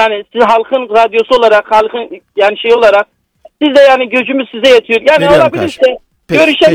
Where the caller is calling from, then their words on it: Adana, Turkey; Biz Adanalı olarak ona inanıyoruz.